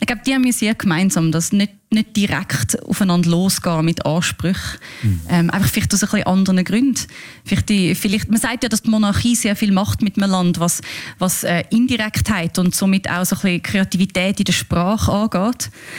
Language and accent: German; Switzerland; ich habe schon das Gefühl, ich bin hier in der Schweiz aufgewachsen.